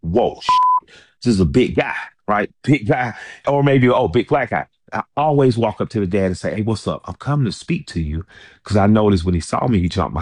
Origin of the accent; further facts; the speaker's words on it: the South, United States; And I grew up in the South. My grandparents were from Eatonton, Georgia, and Tuskegee.